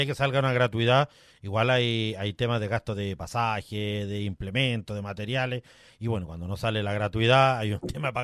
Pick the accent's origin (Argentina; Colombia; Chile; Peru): Chile; Puente Alto, Santiago Metropolitan; Sé de Puente Alto.